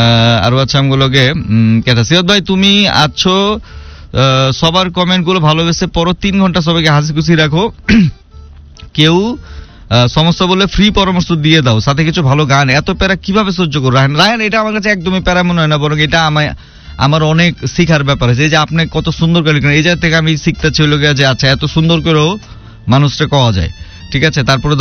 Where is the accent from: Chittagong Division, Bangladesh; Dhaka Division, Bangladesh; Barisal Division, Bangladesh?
Dhaka Division, Bangladesh; Dhaka; accent: Dhakaiya; But যেহেতু আমি ঢাকাইয়া ওই খেয়ালটা করছি। এবং আমার কথা যদি আপনি চিন্তা করেন, আমারটার ভিতরে আমি অ্যাটলিস্ট জন যেটা আমার ভিতরে আইতেছে এই ঢাকাইয়া ল্যাঙ্গুয়েজের এই অভিধান থেকেই আমি আসলে আমারটা কই।